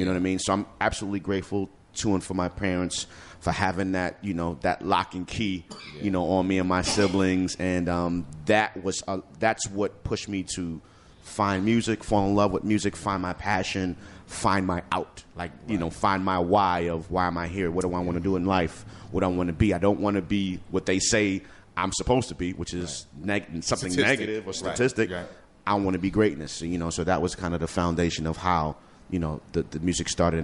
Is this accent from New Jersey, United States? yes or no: no; New York City, New York, United States; 169th, like you said, Washington Avenue, really tough neighborhood. They call my block the 9, not from 169th, but... Unfortunately, the 9, you know, due to gun violence, due to negativity. And that's, you know, the environment that I grew up in.